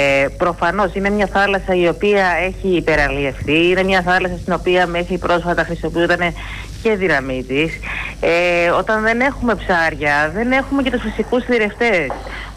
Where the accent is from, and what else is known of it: Greece